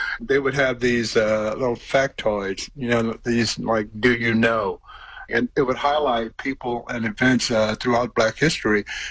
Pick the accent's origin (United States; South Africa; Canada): United States; Houston, Texas; growing up in Southeast Houston